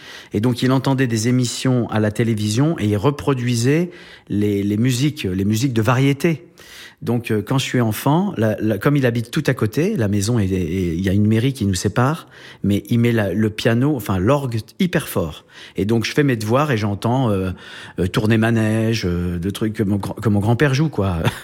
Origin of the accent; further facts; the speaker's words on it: Grand Est, France; also born or lived in Saint-Dizier; j'ai grandi, je suis né en Champagne, à Saint-Dizier, mais c'est le seul endroit en Champagne où on fait pas de champagne. Et ensuite, j'ai grandi dans les Vosges, mais c'est la plaine des Vosges, il n'y a pas la montagne.